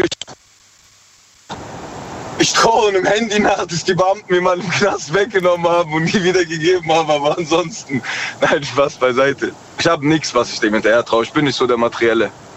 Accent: Tübingen, Baden-Württemberg, Germany; Ich komme aus Tübingen.

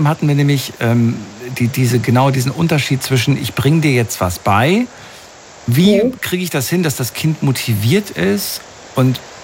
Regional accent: North Rhine-Westphalia, Germany; komme aber auch aus NRW.

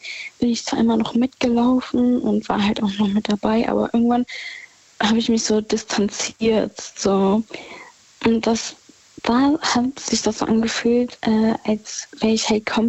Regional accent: Rhineland-Palatinate, Germany; In der Nähe von Gerolstein.

